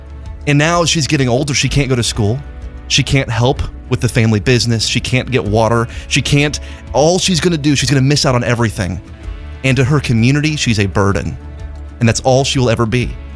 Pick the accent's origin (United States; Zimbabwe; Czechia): Zimbabwe; Where I grew up in Zimbabwe is very, very similar to where Mercy grew up.